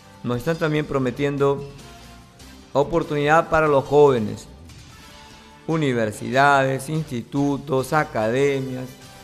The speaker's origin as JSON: {"language": "Spanish", "town": "Tambogrande", "region": "Piura", "country": "Peru", "said": "soy tamborandino, camotero, con mucho orgullo, con mucha honra"}